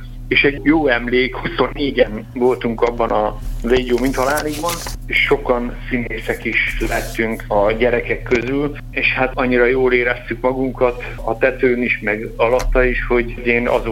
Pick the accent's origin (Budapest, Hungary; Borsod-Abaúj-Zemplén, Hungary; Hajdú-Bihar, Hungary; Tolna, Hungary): Hajdú-Bihar, Hungary; Debrecen; de annak, hogy én debreceni vagyok, azt hiszem, hogy nem sok köze van ahhoz, hogy ide kerültem